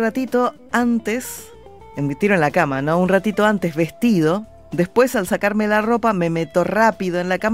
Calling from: Zapala, Neuquén, Argentina; de Zapala, Neuquén.

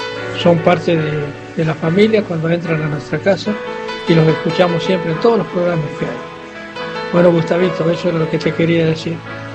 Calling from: Argentina; del Villa Celestina

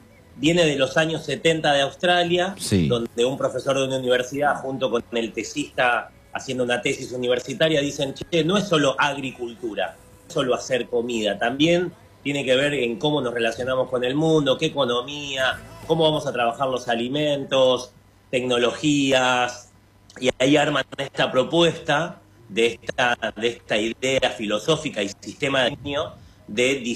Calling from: Chapadmalal, Buenos Aires Province, Argentina; Estoy en Chapadmalal

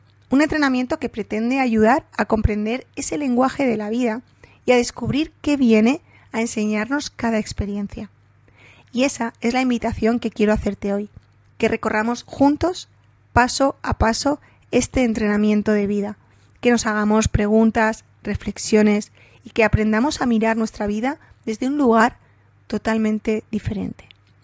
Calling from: Balearic Islands, Spain; Un placer saludarlos desde España, aquí en Mallorca, Islas Baleares.

